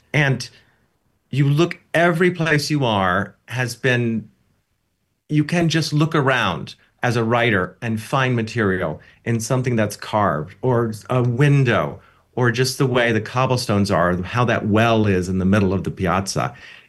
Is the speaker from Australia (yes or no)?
no; United States; as an American